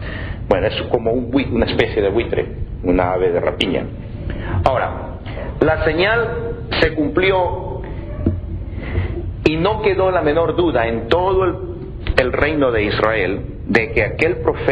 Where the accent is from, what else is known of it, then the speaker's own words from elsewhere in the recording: Ecuador; moved away; por lo menos en mi país, Ecuador